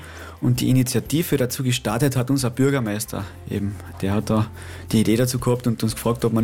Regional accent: Steuerberg, Carinthia, Austria; Ich bin aus Steuerberg

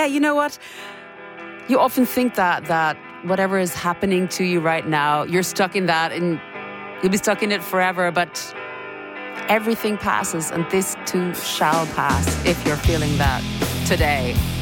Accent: Ireland; This is one from back in the day, from my home country and the wonderful

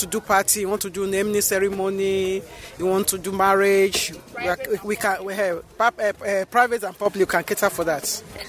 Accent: Nigeria; now in Austria; We are from Nigeria to showcase the African food for the Austrians.

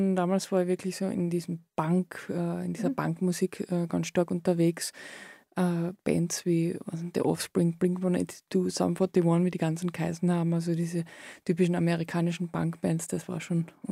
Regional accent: Köttmannsdorf, Carinthia, Austria; moved away as an adult; Also ich bin in Köttmersdorf aufgewachsen

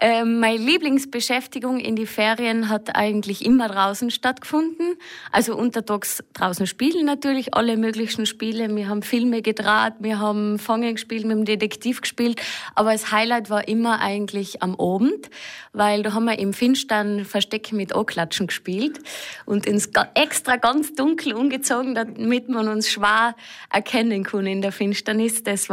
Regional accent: Tyrol, Austria; moved away as an adult; now in North Tyrol, Austria; heim Osttirol fahren, weil ich ja heraus in Nordtirol unterrichte, aber eine gebürtige Osttirolerin bin

